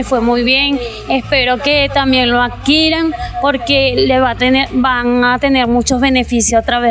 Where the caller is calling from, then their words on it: Pimampiro, Imbabura, Ecuador; Lo llamo de Pimampiro.